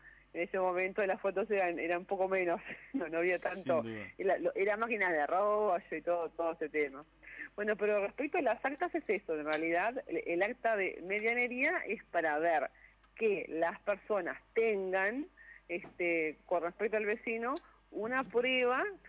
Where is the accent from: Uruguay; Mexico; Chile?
Uruguay; Montevideo; born there; also born or lived in Tranqueras; Yo soy nacida en Montevideo, pero una época de mi adolescencia, yo no sé si te conté, Fabricio, yo vivía acá en Tranqueras, viví unos años en Tranqueras.